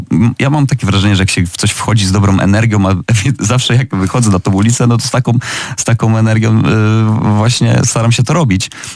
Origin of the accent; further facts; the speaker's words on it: Żary, Lubusz Voivodeship, Poland; graliśmy w Żarach, to jest moje rodzinne miasto